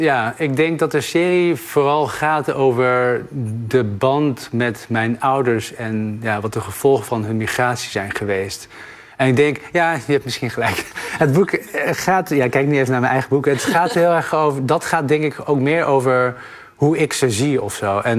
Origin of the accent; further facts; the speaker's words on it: Netherlands; toen ik in Nederland hier opgroeide, ja, ik ben hier geboren en hier naar school ging, dan werd mij altijd duidelijk gemaakt dat ik anders was.